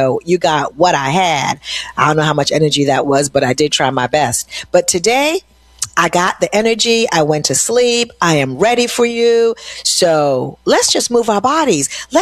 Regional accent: Cambria Heights, New York, United States; I was in Queens this weekend on Sunday. My old neighborhood, I grew up in Cambria Heights. Shout out to Cambria Heights, Q4 bus.

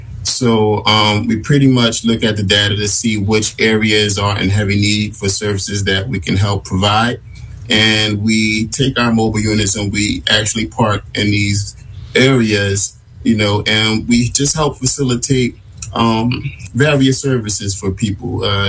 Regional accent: Philadelphia, Pennsylvania, United States; coming from the neighborhoods that I come from, you know, I'm from North Philadelphia

